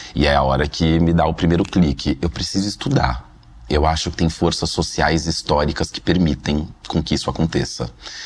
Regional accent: São Paulo, Brazil; eu cresci no Jabaquara, periferia da Zona Sul de São Paulo, na rua Charles Darwin

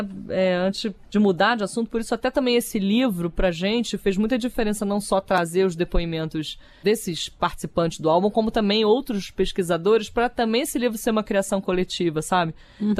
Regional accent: Niterói, Rio de Janeiro, Brazil; Ronaldo Bastos é meu conterrâneo, né? Porque eu sou de Niterói

